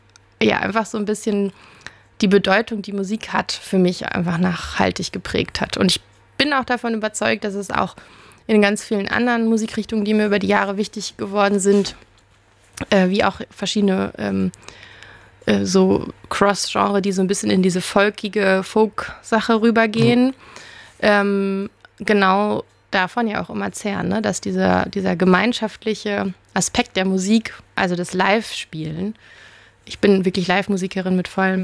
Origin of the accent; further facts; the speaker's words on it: Oerlinghausen, North Rhine-Westphalia, Germany; Ich bin in Lippe in Oerlinghausen groß geworden.